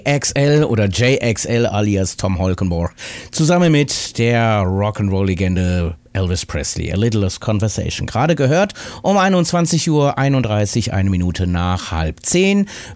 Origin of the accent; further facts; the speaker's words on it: Hamburg, Germany; meine alte Heimat Hamburg an der Elbe leicht bewölkt 19 Grad.